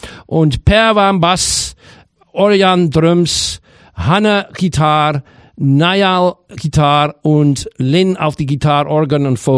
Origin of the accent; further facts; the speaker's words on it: Amsterdam, North Holland, Netherlands; German is a second language; Ich bin aus Amsterdam